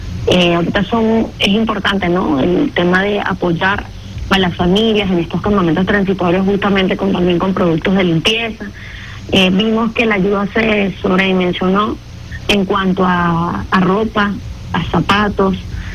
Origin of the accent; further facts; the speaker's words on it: Venezuela; Como venezolanos y venezolanas, a seguir poniendo un granito de arena